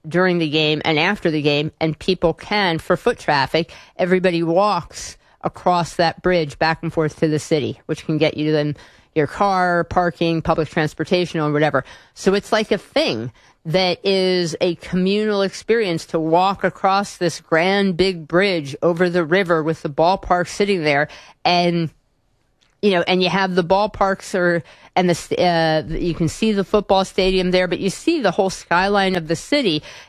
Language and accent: English; New York, United States; I have to say, you know, as a New Yorker, I was a little like, whatever, you know, go to Pittsburgh.